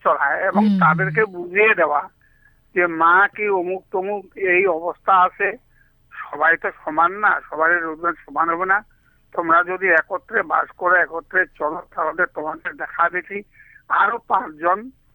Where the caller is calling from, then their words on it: Rajganj, West Bengal, India; আমরা জলপাইগুড়ি রাজগঞ্জ।